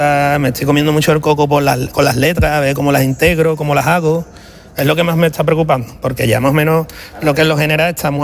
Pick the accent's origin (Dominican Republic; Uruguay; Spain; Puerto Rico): Spain; Cádiz, Andalusia; yo además soy de Cádiz, muy carnavalero